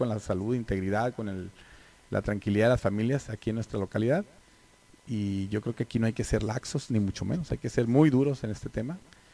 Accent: Tijuana, Baja California, Mexico; yo soy de Tijuana, mi familia es de Tijuana, como lo decía, yo voy a perecer aquí, esperemos en esta ciudad

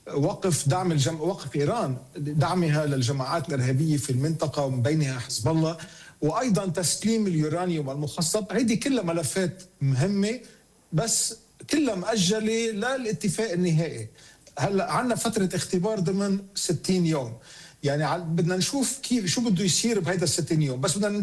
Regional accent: Lebanon; بالنسبة لنا كلبنانيين

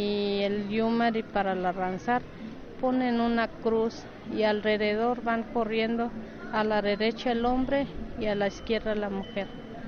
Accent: Mexico; si estamos como migrantes, a veces nos dicen regrésense a su tierra, sabiendo que nosotros somos los dueños del México

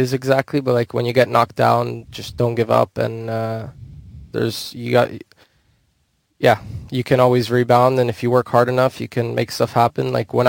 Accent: Miami, Florida, United States; I'm from Miami, Florida. I was born and raised there. My dad is Argentinian. My mom is Cuban. I also have some Italian background.

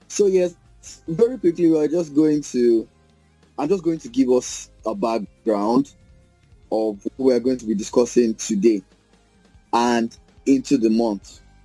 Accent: Nigeria; So I am talking to you as a Nigerian.

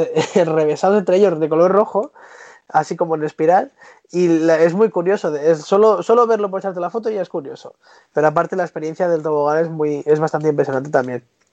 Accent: Murcia, Region of Murcia, Spain; No me sale. Es que yo soy de Murcia.

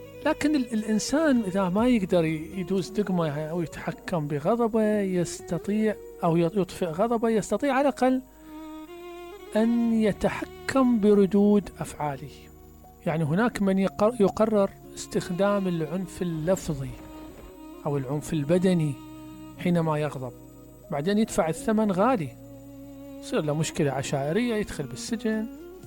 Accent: Iraq; إحنا كعراقيين

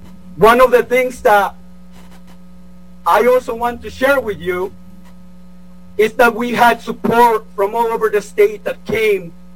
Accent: Mexico; now in Denver, United States; I'm also heartbroken. I'm an immigrant from Mexico. I come from a mixed family status.

